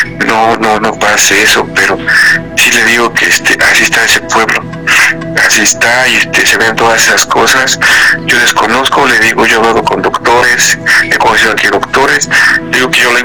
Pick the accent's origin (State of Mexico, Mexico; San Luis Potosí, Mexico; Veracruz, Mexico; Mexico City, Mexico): Mexico City, Mexico; Yo trabajo en la policía, en la noche. Soy de Ciudad de México.